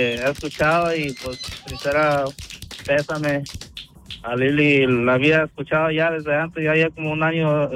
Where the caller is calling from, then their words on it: Fremont, Nebraska, United States; yo soy de Fremont para Elkhorn